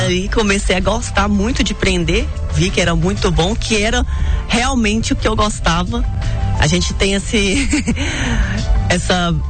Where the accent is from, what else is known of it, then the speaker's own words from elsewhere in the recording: Coronel Fabriciano, Minas Gerais, Brazil; eu amo Timóteo, igual eu amo Coronel Fabriciano, não posso esquecer da minha terra.